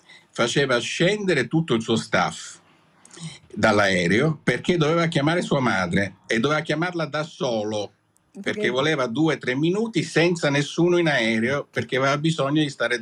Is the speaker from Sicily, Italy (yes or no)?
yes; Sicily, Italy; io sono siciliano.